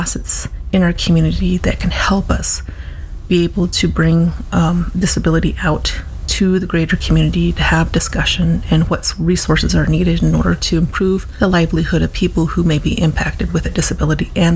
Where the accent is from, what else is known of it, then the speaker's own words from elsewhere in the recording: Winslow, Arizona, United States; also born or lived in California; now in Tucson, United States; I grew up in Winslow, Arizona.